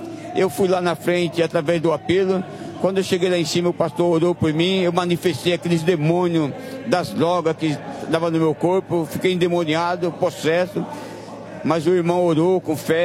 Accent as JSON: {"language": "Portuguese", "region": "Pernambuco", "country": "Brazil", "moved": "yes", "lives_now": "São Paulo, Brazil", "said": "Eu sou de Pernambuco, né? Mas eu tô aqui em São Paulo já há algum tempo."}